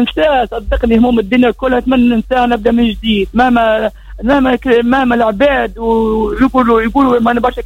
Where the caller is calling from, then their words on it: Redeyef, Gafsa Governorate, Tunisia; من ولاية قصر تحديد من تتنديت الردي